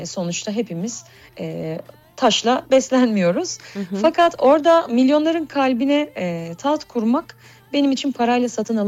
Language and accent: Turkish; Malatya, Turkey; Sadece Malatya için söylemiyorum. Hı-hı. Doğup büyüdüğüm kültür, topraklar bu kültürün bir beşiği.